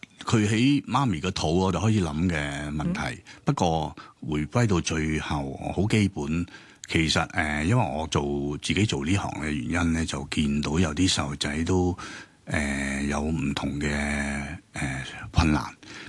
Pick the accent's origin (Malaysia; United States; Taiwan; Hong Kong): Hong Kong; born there; 我喺香港出生咧，獅子山下，係我出世嘅地方。